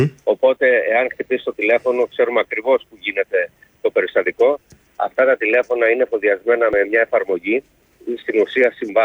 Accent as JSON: {"language": "Greek", "town": "Rethymno", "region": "Crete", "country": "Greece", "tie": "born or raised there", "said": "Βέβαια. Νησί, η Κρήτη, όπως είσαι."}